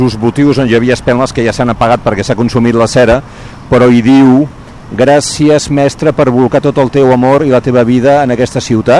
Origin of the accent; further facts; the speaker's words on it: Barcelona, Catalonia, Spain; Jo crec, o almenys per mi com a barceloní